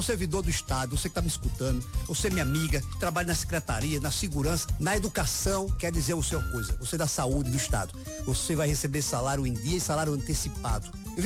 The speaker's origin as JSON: {"language": "Portuguese", "town": "Mossoró", "region": "Rio Grande do Norte", "country": "Brazil", "tie": "born or raised there", "said": "Nasci e fui criado no sítio Chafariz, zona rural de Mossoró, a minha terra. São 30 quilômetros de distância, da cidade até o sítio Chafariz."}